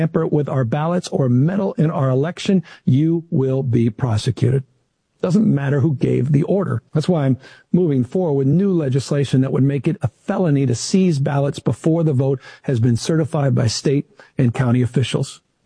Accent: San Francisco, California, United States; I've lived this. I come from San Francisco.

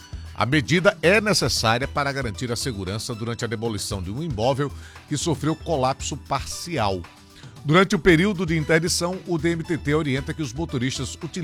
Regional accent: Alagoas, Brazil; Não sou maceioense de quatro costados, nasci e criado aqui em Alagoas

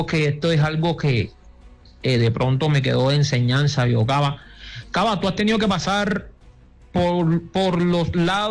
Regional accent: Suán, Atlántico, Colombia; yo soy de Suán

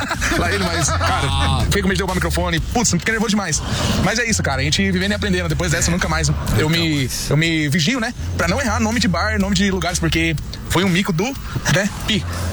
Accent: Foz do Iguaçu, Paraná, Brazil; sou de Foz do Iguaçu, sou cantor.

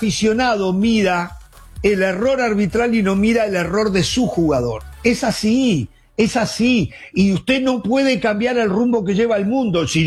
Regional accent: Uruguay; moved away

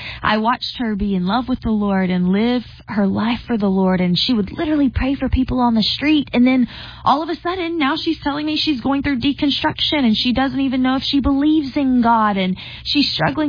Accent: Georgia, United States; now in California, United States; you guys know I'm not originally from California. I'm originally from Georgia

